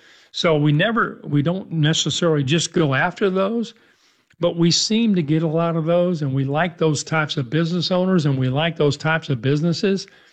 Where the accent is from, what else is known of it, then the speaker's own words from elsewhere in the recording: Dallas, Texas, United States; both my partner and I grew up in Texas. I grew up in the North Dallas area, been here my whole life. So, I'm biased, but I love Texas.